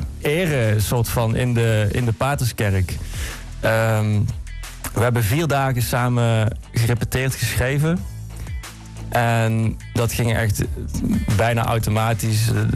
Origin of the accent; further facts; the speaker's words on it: North Brabant, Netherlands; Als de Heuze, waar ik vandaan kom